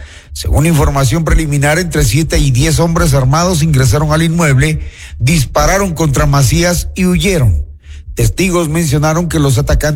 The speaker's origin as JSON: {"language": "Spanish", "country": "Ecuador", "said": "nosotros como ecuatorianos"}